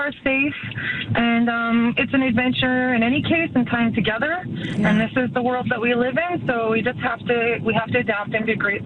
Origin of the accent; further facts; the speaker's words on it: Vancouver, British Columbia, Canada; we've done this before, because we're from Vancouver